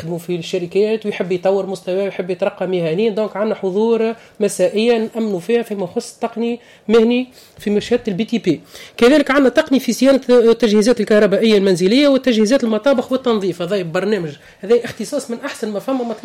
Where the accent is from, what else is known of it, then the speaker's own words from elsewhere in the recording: Tunisia; اللي عندنا في تونس توا احنا في القلعه الكبيره